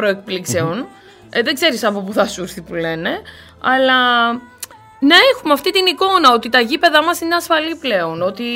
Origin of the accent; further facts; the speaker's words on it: Greece; Θα πρέπει λίγο να βάλουμε ως στόχο ως Έλληνες